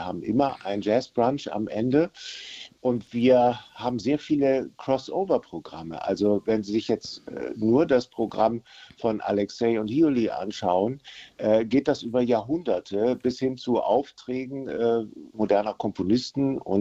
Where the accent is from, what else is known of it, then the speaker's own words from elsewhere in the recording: Cuxhaven, Lower Saxony, Germany; also born or lived in Hamburg; weil ich bin hier aufgewachsen, als Hamburger, aber in Cuxhaven aufgewachsen